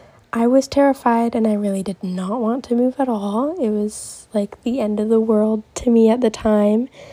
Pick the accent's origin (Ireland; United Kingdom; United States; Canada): Canada; Maple Ridge, British Columbia; As before, when I grew up in Maple Ridge, they were mostly all my childhood